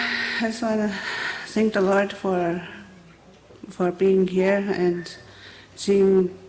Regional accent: Garden Hill, Manitoba, Canada; I'm from Garden Hill.

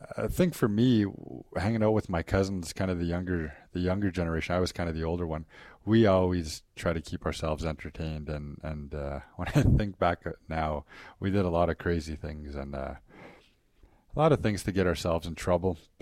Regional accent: Maskwacis, Alberta, Canada; also born or lived in Ermineskin Reserve; Samson is the largest of the four reserves, which is where I'm from. My dad is actually a Samson Nation member, and my mom was from the Airmanskin Reserve. So growing up, I kind of went back and forth between the two reserves.

